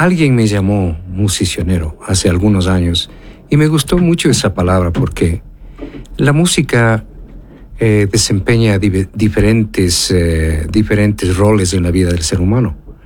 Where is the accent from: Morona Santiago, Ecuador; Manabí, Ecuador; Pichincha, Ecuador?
Pichincha, Ecuador; Quito; also born or lived in Cuenca, Ecuador; now in United States; Yo nací aquí en Cuenca, pero cuando tuve un año de haber nacido, me llevaron a Quito a vivir en la capital.